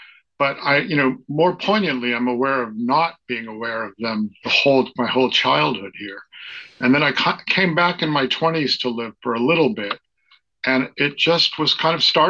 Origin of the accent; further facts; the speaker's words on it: Worcester, Massachusetts, United States; also born or lived in Boulder, Colorado; moved back to my real hometown of Worcester and found out I had testicular cancer when I was 30. And I was saved from Worcester by moving to Boulder, Colorado to go to school.